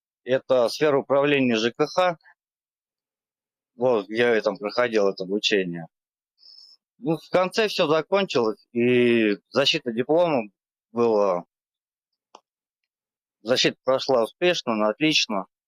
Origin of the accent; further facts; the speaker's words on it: Lipetsk, Lipetsk Oblast, Russia; Да, это Липецк, я своим родным.